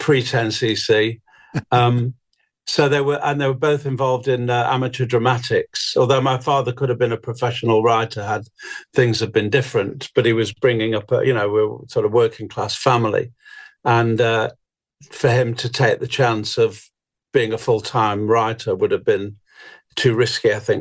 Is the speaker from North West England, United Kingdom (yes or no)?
yes; Manchester, North West England, United Kingdom; I grew up in Manchester, north of England.